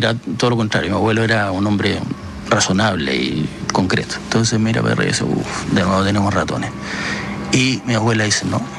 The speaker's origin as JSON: {"language": "Spanish", "region": "Magallanes and Chilean Antarctica", "country": "Chile", "said": "yo no sé si alguna vez te lo conté, pero yo soy magallánico."}